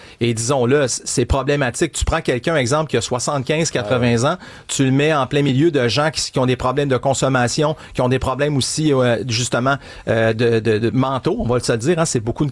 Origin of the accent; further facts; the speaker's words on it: Rimouski, Quebec, Canada; born there; moved away; Tu sais, je suis un gars des régions, moi, je viens de Rimouski